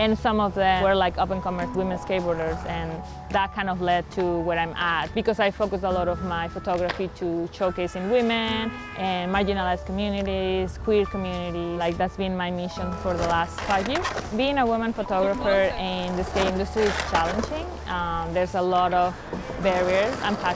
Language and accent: English; Mexico; English is a second language; moved away as an adult; now in Canada; I'm originally from Mexico. I'm a skateboard photographer and I've been in Canada for about 12 years. I didn't plan to move here. It was a last minute decision.